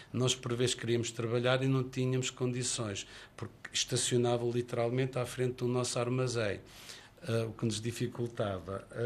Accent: Covilhã, Centro, Portugal; eu sou do Conselho da Covilhã

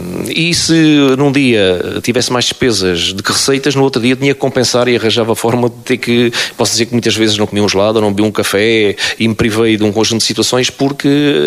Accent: Portalegre, Alentejo, Portugal; born or raised there; moved away as an adult

